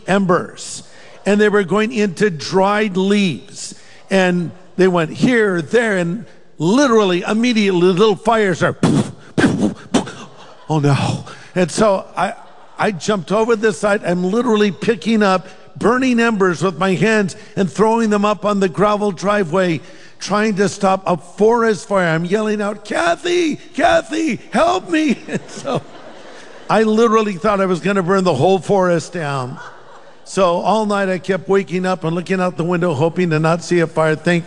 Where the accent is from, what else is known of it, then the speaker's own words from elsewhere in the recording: California, United States; Well, listen, I'm from California, okay?